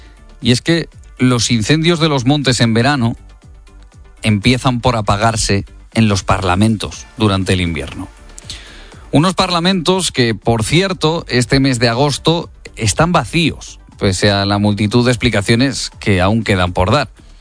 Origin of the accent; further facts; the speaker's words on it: Vegas de Matute, Castile and León, Spain; Este incendio de Navas de San Antonio ha mantenido en vela durante esta madrugada a mi pueblo, a Vegas de Matute.